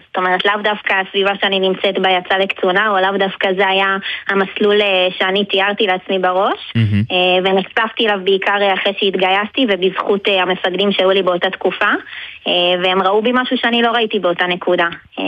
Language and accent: Hebrew; Kfar Hananya, Northern District, Israel; born there; אז אני במקור מהצפון, מישהו שנקרא כפר חנניה